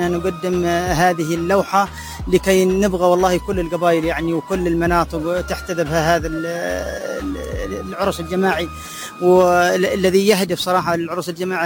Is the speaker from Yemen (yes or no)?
yes; Hadramawt, Yemen; داخل بلادنا حضرموت أو في المهير